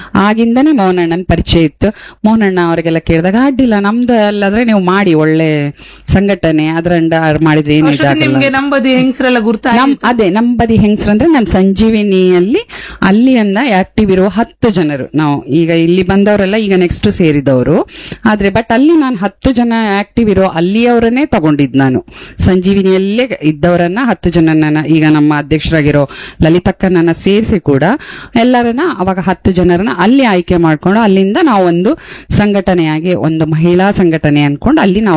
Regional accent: Raichur, Karnataka, India; now in Kota, India; ನಾವು ಮೂಲತಃ ಬೈಂದೂರವರು. ಹಾ, ನಾವು ಹುಟ್ಟಿ ಬೆಳೆದಿದ್ದೆಲ್ಲ ರಾಯಚೂರು, ಮದುವೆ ಆಗಿ ಬಂದಿದ್ ವಾಪಸ್ ಬೈಂದೂರ್ಗೆ, ಆಮೇಲೆ ಮತ್ತೆ ನಾವು ಇಲ್ಲೇ ಇದ್ದಿದ್ದೀಗ ಕ್ವಾಟಕ್ ಬಂದದ್ದು.

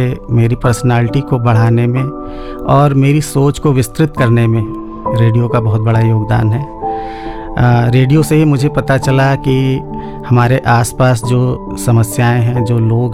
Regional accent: Lucknow district, Uttar Pradesh, India; born there; मेरा जन्म लखनऊ जनपद में हुआ था। मेरे पिताजी वहाँ पर सेवा में थे, वो भी शिक्षक थे, और मेरा जन्म लखनऊ के ही एक गांव में हुआ था।

